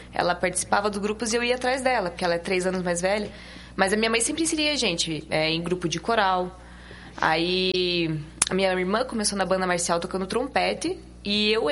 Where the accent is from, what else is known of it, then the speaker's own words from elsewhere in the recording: Curitiba, Paraná, Brazil; born there; Eu sou nascida em Curitiba mesmo.